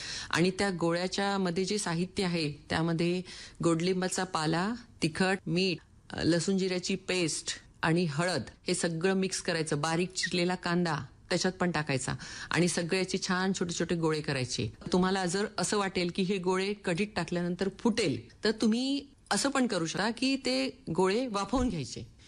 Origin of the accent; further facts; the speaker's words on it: Yavatmal, Maharashtra, India; moved away as an adult; now in Chandrapur, India; माझं माहेर यवतमाळचं, यवतमाळचं माहेर सासर चंद्रपूर